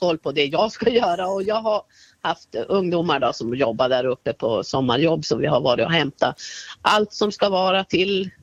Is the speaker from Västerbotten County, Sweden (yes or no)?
yes; Bjurholm, Västerbotten County, Sweden; moved away; Då åker jag till min hemby där mitt föräldrahem är, som jag rår om då. Och det är i Njörsby i Bjurholms kommun.